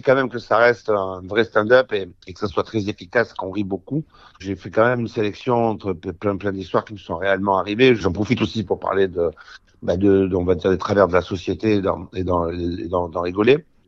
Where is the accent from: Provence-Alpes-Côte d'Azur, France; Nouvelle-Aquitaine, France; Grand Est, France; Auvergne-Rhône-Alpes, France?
Provence-Alpes-Côte d'Azur, France; Marseille; moi, je suis marseillais